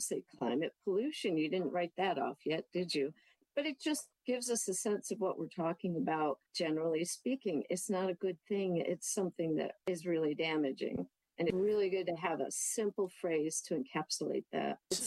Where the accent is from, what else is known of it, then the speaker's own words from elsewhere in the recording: New York, United States; also born or lived in San Diego County, United States; Well, I grew up in New York and then lived overseas, but I spent a good 20 years in San Diego County.